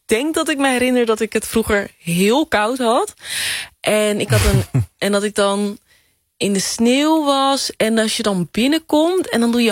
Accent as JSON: {"language": "Dutch", "town": "Culemborg", "region": "Gelderland", "country": "Netherlands", "tie": "born or raised there", "also_born_or_lived": "Suriname", "first_language": "Dutch", "said": "waar ik ben opgegroeid, in Culemborg. En ik ben zelf van een Maron afkomst. En van mijn vaders kant van de familie, hij is Saramakaans."}